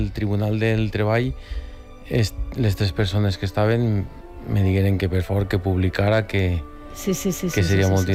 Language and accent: Catalan; Fortaleny, Valencian Community, Spain; now in Santiago de Compostela, Spain; Jo soc de Fortaleny.